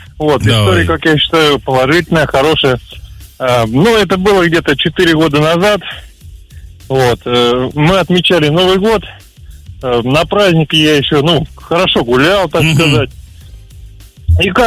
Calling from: Kaluga, Kaluga Oblast, Russia

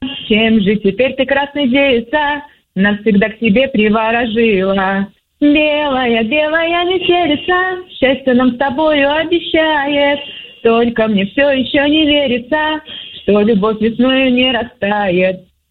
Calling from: Shchekino, Tula Oblast, Russia; я из Тульской области.

